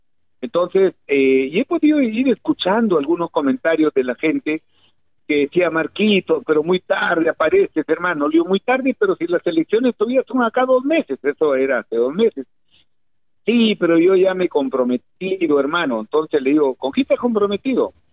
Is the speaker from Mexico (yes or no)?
no; Lambayeque, Peru; como le llamamos acá en Perú, en el Lambayeque.